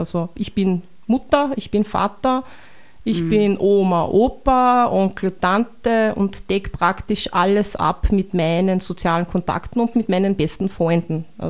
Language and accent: German; Upper Austria, Austria; now in Bad Ischl, Austria; Ich bin jetzt bald 48 Jahre alt. Ich komme ursprünglich nicht aus Bad Ischl, sondern Richtung Linz runter, wohne jetzt seit 3 Jahren da mit meiner Tochter.